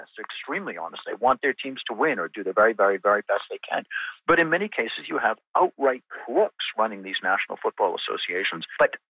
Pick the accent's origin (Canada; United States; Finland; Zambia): Canada; And it boggles my mind as a Canadian